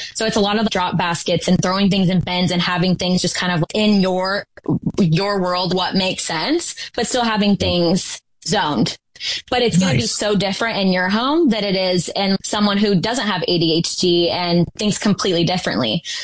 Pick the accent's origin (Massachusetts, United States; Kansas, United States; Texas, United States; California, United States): California, United States; born or raised there; now in Sacramento, United States